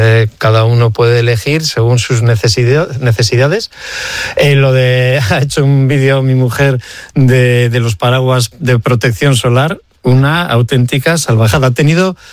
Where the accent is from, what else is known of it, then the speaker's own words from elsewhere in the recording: Basque Country, Spain; Los vascos siempre dejamos el listón muy alto, muy alto.